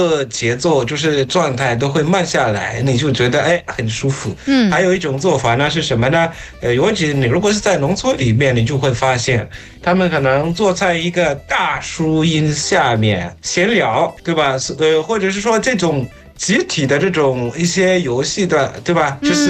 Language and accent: Chinese; Zimbabwe; 我是来自津巴布韦的